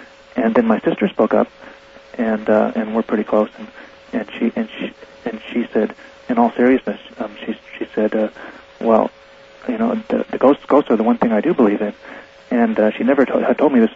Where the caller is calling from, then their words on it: San Diego, California, United States; Oh, hello. I'm calling from San Diego.